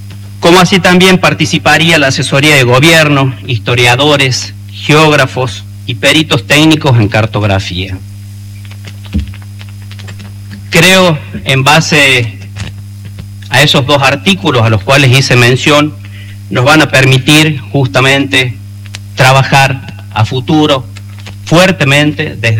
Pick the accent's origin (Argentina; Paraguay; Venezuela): Argentina; La Rioja; alzar nuestra voz como riojanos y como representante de nuestro departamento, General Felipe Varela, que es un territorio del oeste riojano